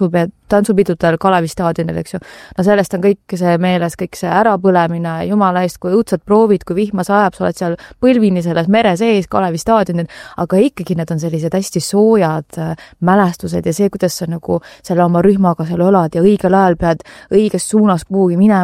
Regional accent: Tallinn, Harju County, Estonia; Lasnamäel kasvasin ülesse, õppisin Tallinna Kuristiku gümnaasiumis

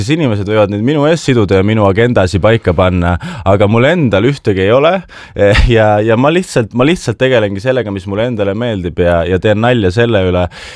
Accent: Saare County, Estonia; Ma olen Saaremalt pärit

